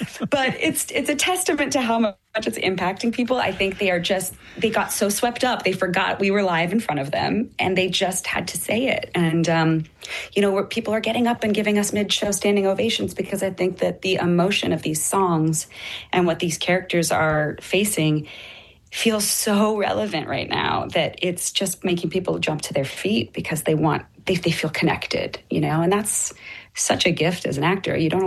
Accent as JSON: {"language": "English", "country": "Canada"}